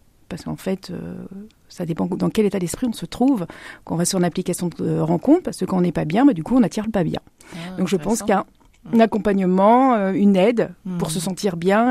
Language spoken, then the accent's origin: French; Rouen, Normandy, France; je suis née à Rouen. J'ai fait toute ma scolarité sur Rouen, j'ai travaillé sur Rouen et aujourd'hui j'ai créé une entreprise sur Rouen. Donc voilà, Rouen.